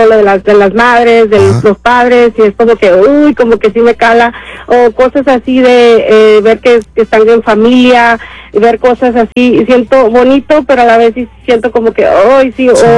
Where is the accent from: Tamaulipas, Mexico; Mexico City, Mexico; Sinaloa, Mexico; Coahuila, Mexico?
Tamaulipas, Mexico; Matamoros; Sí, o simplemente el hecho de ver mis familiares que van a Matamoros, porque soy de Matamoros, Tamaulipas.